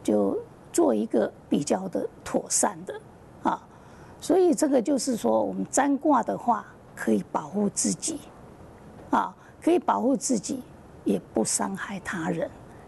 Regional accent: China; 我们中国人就是太注重这个情

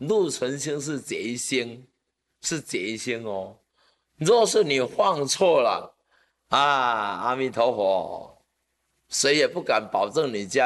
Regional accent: Taiwan; 他们不认识啊，我们台湾人不认识

